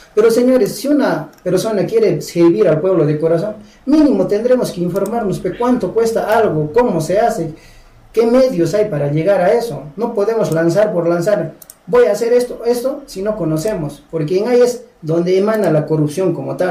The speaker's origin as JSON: {"language": "Spanish", "town": "Challhuahuacho", "region": "Apurímac", "country": "Peru", "tie": "born there", "said": "hermanos del distrito de Mara, de donde yo soy descendiente, chalhuahuacho, de donde yo he nacido, soy chalhuahuachino"}